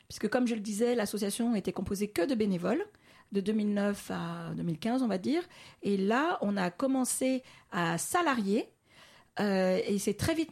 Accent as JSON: {"language": "French", "region": "Île-de-France", "country": "France", "tie": "born or raised there", "also_born_or_lived": "Algeria", "lives_now": "Issy-les-Moulineaux, France", "said": "Non, je suis née en Algérie. Je suis arrivée en France toute petite. Et j'ai grandi principalement dans les Hauts-de-Seine, plutôt dans des quartiers populaires."}